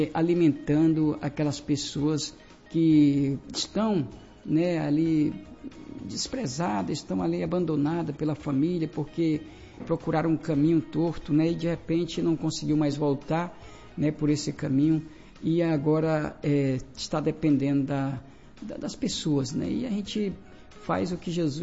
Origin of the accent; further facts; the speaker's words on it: São Gonçalo, Rio de Janeiro, Brazil; Pastor, eu sou daqui de São Gonçalo, muito longe, para mim aí em Niterói, né?